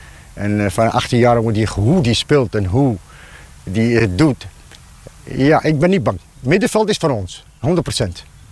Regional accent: Lelystad, Flevoland, Netherlands; Ja, ik ben opgegroeid in Lelystad.

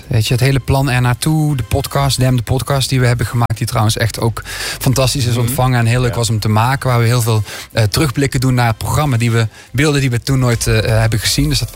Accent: Limburg, Netherlands; Ik ben een Zuiderling, ik kom uit Zuid-Limburg. En de Nederlandse taal zingen, daar had ik altijd wat moeite mee vanwege mijn accent.

